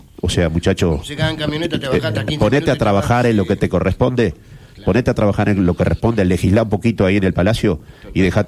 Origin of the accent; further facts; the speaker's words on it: Spain; estoy contento porque soy español